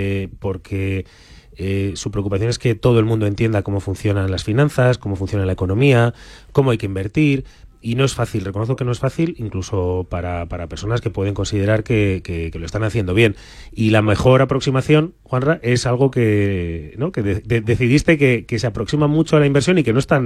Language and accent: Spanish; Madrid, Community of Madrid, Spain; now in Basque Country, Spain; aunque soy madrileño, he vivido y vivo muchos años en el País Vasco